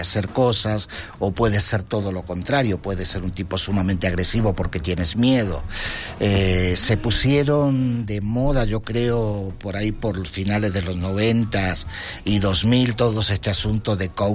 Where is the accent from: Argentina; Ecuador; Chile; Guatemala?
Argentina; now in Mexico; y más del país de donde vengo, que soy el argentino más mexicano. Bueno, me toca vivir en el transcurso de mi infancia una dictadura militar